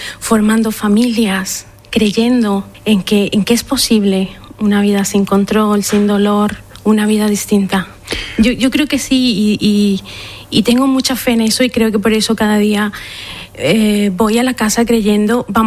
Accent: Colombia; moved away; siempre vengo de Colombia, entonces mi madre enfermera y crecí escuchando del conflicto armado colombiano

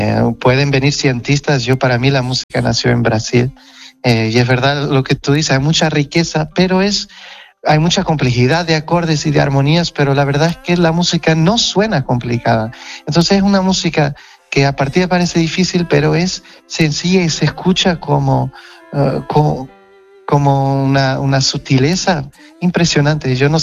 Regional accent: Portugal; first language Portuguese; Spanish is a second language; lo que traigo es mi acento. Y yo soy muy orgulloso del portugués, de la lengua portuguesa y también cómo la hablan los portugueses, ¿sabes?

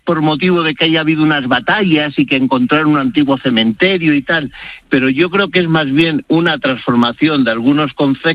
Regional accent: Horcajo de la Ribera, Castile and León, Spain; Por ejemplo, en Horcajo de la Ribera, en mi pueblo, en Horcajo, en Gredos, la mantenemos, la de cobrar el piso.

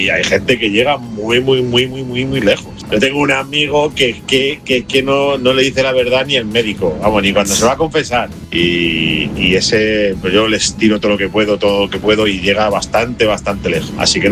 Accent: Villa del Prado, Community of Madrid, Spain; Aquí un ponedor … de Villa del Prado.

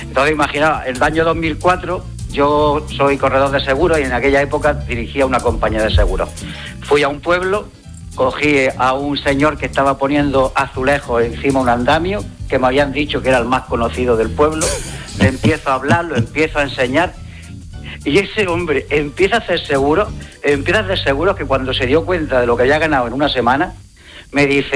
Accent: Almería, Andalusia, Spain; now in Málaga, Spain; Yo soy de Almería, aunque ahora vivo en Málaga.

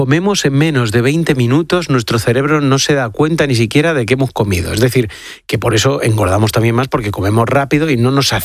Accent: Spain; Los españoles somos los europeos que menos tiempo dedicamos a comer durante nuestra jornada laboral.

